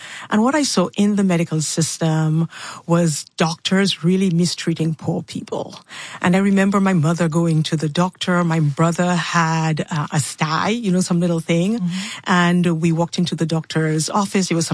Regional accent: Dominica; You know, I grew up in Dominica. That's a black country.

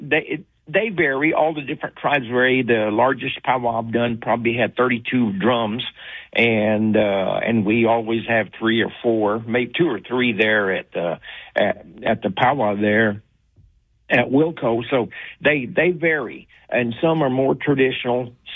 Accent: Southeast, United States; We're not from northern Southern Plains. We're from the Southeast United States, where our ways were totally different.

